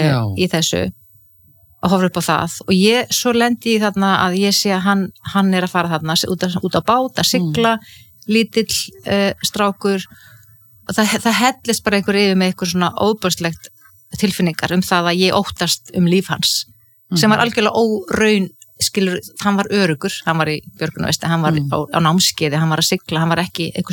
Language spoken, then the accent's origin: Icelandic; Ísafjörður, Westfjords, Iceland; moved away; ég alveg upp á Ísafirði